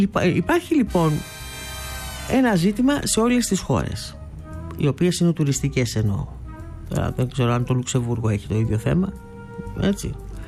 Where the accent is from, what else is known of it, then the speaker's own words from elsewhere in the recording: Greece; εμείς που είμαστε Έλληνες